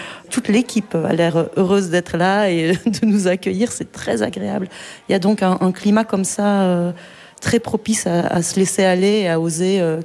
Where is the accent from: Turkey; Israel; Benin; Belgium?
Belgium; Liège, Wallonia; Donc, je viens de Liège